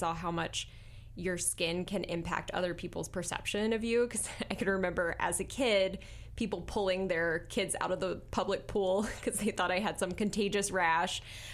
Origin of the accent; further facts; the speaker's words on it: Virginia, United States; born or raised there